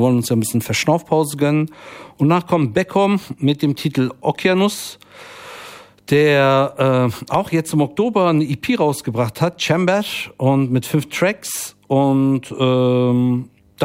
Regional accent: Frankfurt, Hesse, Germany; born there; obwohl ich ja gebürtiger Frankfurter bin, schlägt auch für Offenbach.

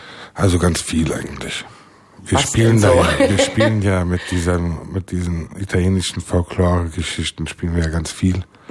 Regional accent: Frankfurt, Hesse, Germany; ich bin erstmal Frankfurter.

